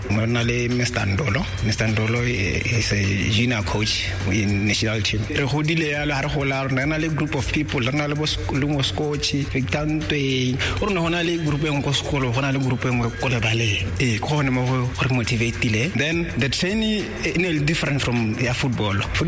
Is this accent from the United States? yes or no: no; Maun, Botswana; I grew up in Mau. Ke motho ko Mau, ke tswa Mau